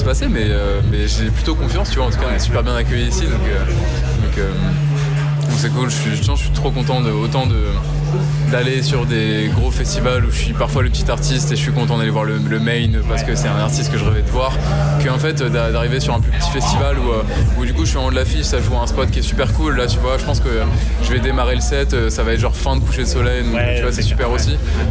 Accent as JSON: {"language": "French", "town": "Rouen", "region": "Normandy", "country": "France", "tie": "born or raised there", "said": "Dans ma ville natale à Rouen."}